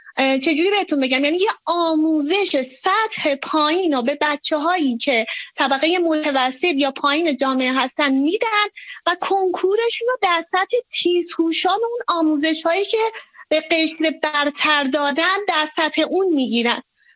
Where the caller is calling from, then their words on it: Tehran, Tehran Province, Iran; من از تهران هستم، ایران عزیزمون.